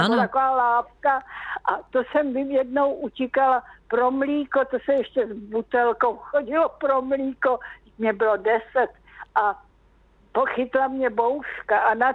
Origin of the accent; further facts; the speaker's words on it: Přelouč, Pardubice Region, Czechia; Já jsem byla z Přelouče, nikdy mě žádný prázdniny, to byla válka